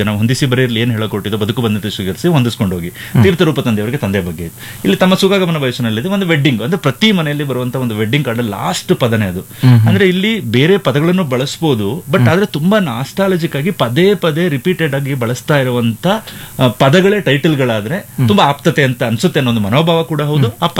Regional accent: Ramenahalli, Karnataka, India; ಮೂಲತಃ ನಾನು ಹೊಳೆ ನರಸೀಪುರ ಜಿಲ್ಲೆಯ ಹಾಸನ ಜಿಲ್ಲೆಯ ಹೊಳೆ ನರಸೀಪುರ ತಾಲೂಕಿನ ರಾಮೇನಹಳ್ಳಿ ಅನ್ನೋದೊಂದು ಗ್ರಾಮ, ಅದು ಹೊಳೆ ನರಸೀಪುರ ತಾಲೂಕಿನಲ್ಲಿ ಬರುತ್ತೆ. ಅದು ಕೆರಗೋಡು ಅನ್ನೋ ಒಂದು ಹಳ್ಳಿಯ ಪಕ್ಕದಲ್ಲಿ ಬರುವಂತ ಊರು.

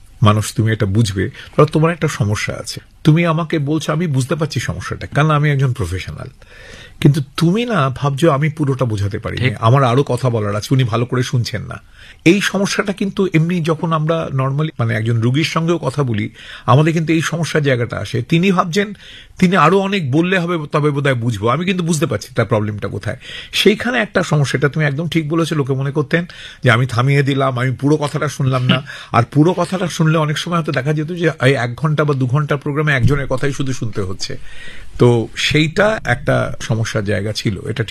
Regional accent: India; আমরা ভারতের 7 জন

